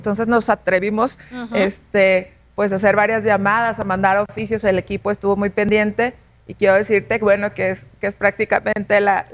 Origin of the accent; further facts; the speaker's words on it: Durango, Mexico; que Durango, de veras, las mujeres somos mujeres de mucho corazón